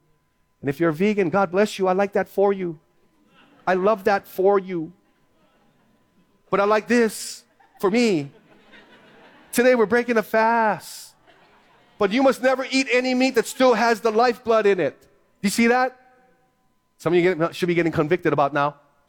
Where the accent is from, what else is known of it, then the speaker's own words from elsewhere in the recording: Philippines; I cannot have the blood. I'm Filipino. I can do that.